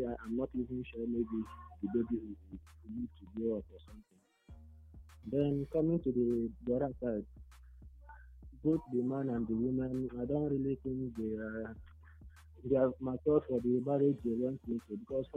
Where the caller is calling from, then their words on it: Enugu, Enugu State, Nigeria; I'm calling from Enugu.